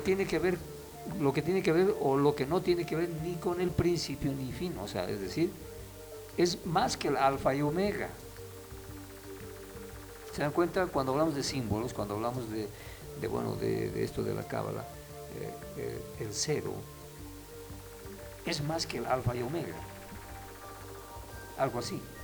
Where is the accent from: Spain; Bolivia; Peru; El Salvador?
Bolivia